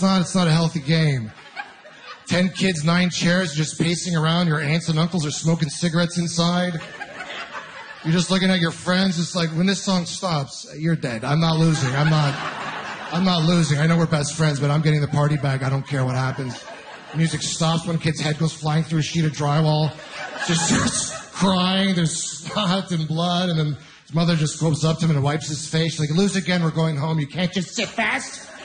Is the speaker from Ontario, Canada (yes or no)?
yes; Ontario, Canada; I'm originally from Ontario.